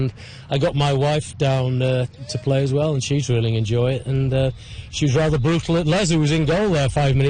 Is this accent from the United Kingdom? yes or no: yes; England, United Kingdom; Yeah, I mean, obviously I'm English.